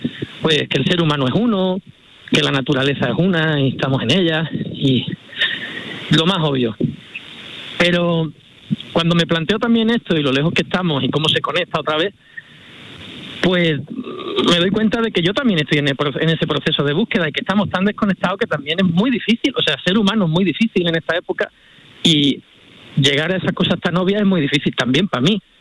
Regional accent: Andalusia, Spain; tengo un amor muy profundo por Doñana, por mi tierra

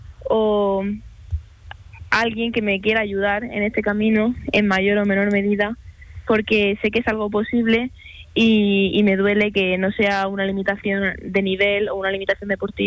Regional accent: Almería, Andalusia, Spain; puedo conseguir llevar a Almería a una Olimpiada, llegar a mi tierra

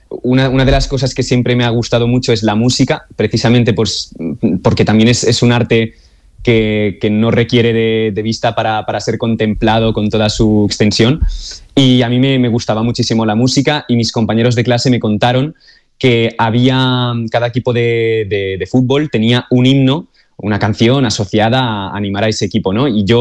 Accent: Olot, Catalonia, Spain; Yo soy de Olot, del norte de la provincia de Girona.

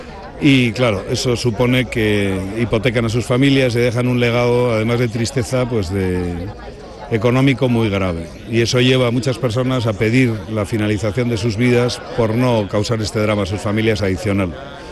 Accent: Getxo, Basque Country, Spain; salimos en bicicleta desde Bilbao, desde nuestro pueblo natal en Guecho, y hemos recorrido pues 1000 kilómetros para llegar hoy aquí, a Sevilla

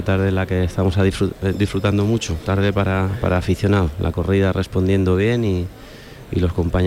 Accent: Córdoba, Andalusia, Spain; en mi tierra, ante mi gente

